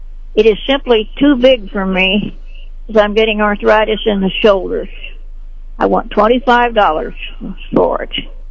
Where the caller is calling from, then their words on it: Sedalia, Missouri, United States; Good morning. I'm calling from Sedalia.